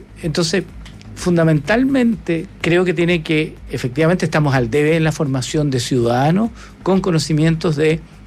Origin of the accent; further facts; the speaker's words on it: Chile; porque los chilenos en general, como somos los ingleses de Sudamérica, conducimos por la izquierda.